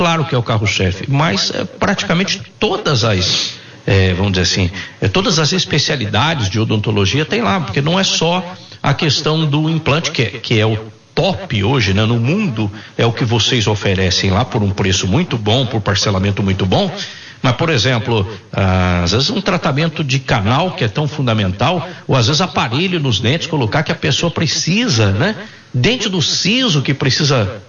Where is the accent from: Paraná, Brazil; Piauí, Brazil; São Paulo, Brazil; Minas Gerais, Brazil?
Minas Gerais, Brazil; born there